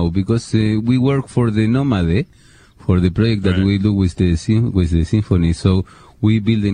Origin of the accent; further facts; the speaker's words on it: Argentina; English is a second language; moved away; I'm from Argentina. Hablo español, sí, señor.